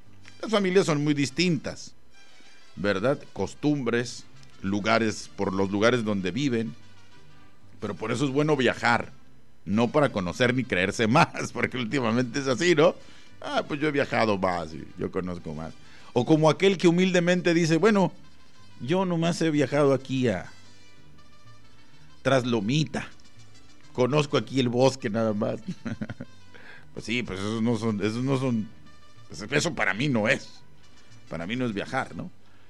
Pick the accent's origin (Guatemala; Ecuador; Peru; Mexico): Mexico; Guadalajara, Jalisco; Trae la catedral, mi firma, donde yo firmo acá. Trae justamente de donde soy.